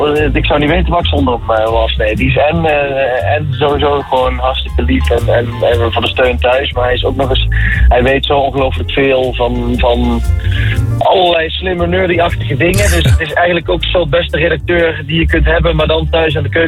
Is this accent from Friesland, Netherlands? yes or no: no; North Brabant, Netherlands; Het voelt toch altijd het meest thuis als het Brabant is.